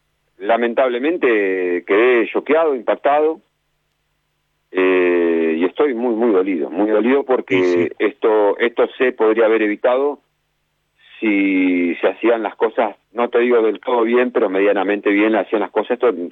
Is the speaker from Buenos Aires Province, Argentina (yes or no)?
yes; Buenos Aires Province, Argentina; yo me crié en Guay